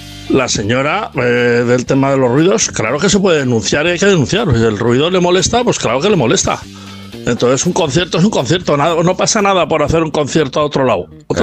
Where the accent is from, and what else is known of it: San Sebastián, Basque Country, Spain